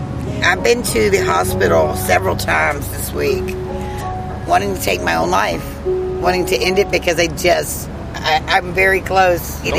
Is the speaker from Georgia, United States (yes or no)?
yes; Georgia, United States; moved away as an adult; also born or lived in Kauai / Maui; now in Oahu, United States; Originally, I'm from Georgia.